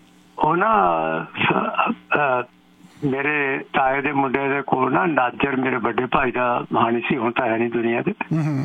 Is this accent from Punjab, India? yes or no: yes; Mangli Uchi, Punjab, India; ਤੇ ਮੇਰਾ ਪਿੰਡ ਹੈਗਾ ਮੰਗਲੀ ਉੱਚੀ।